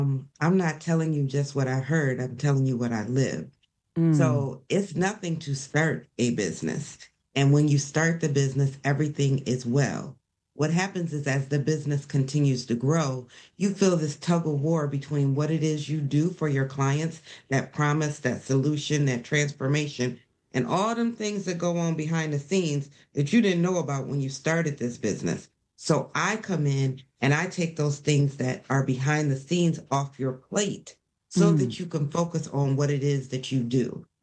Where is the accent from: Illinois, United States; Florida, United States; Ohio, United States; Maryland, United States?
Ohio, United States; Sandusky; I am from Sandusky, Ohio, small little city.